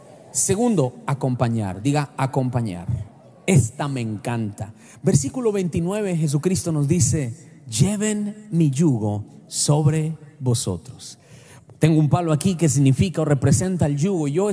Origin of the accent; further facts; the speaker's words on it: Colombia; born there; de donde yo nací, por allá de los campos de Colombia, mi abuelo no era tierno con mi abuela.